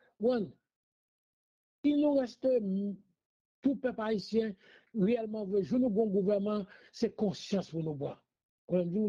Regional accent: Haiti; oui, je suis haïtien, je dis ça fort et jusqu'au bout, jusqu'à la dernière jour de ma vie. Je me dis, je vais toujours être haïtien

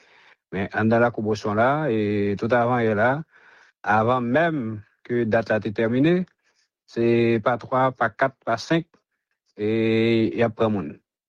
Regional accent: Haiti; Parce que tout en tant que Haïtien pour capable de prendre conscience

